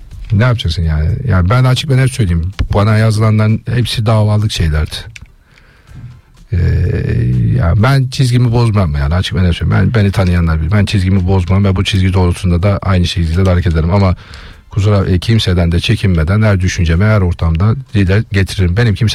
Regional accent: Black Sea Region, Turkey; Yani çok fazla tam bazen sinirlendiğimiz tabii ki bir Karadenizliyiz.

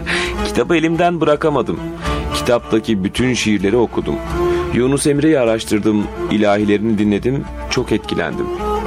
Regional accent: Marrakesh, Marrakesh-Safi, Morocco; Marrakeş.

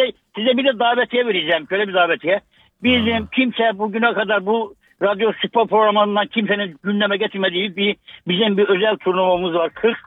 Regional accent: Erzincan, Turkey; Kerem Aktürkoğlu'na ben Erzincanlıyım. Erzincan Spor'dan beri Kerem Aktürkoğlu'na ayrı bir sempatim var.

